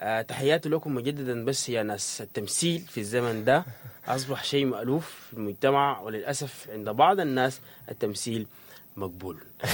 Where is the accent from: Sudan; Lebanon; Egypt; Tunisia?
Sudan